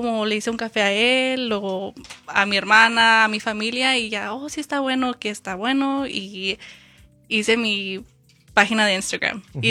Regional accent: Mexico; now in Phoenix, United States; obviamente soy mexicana.

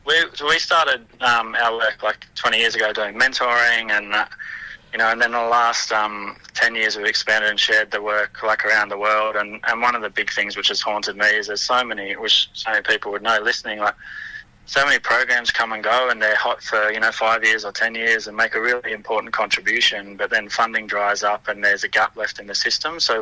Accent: Grafton, New South Wales, Australia; come from the Bundjalung Nation and from the Jarnabin clan, which is like inside Grafton in the, on the sort of like Washpool Creek on the Clarence River there

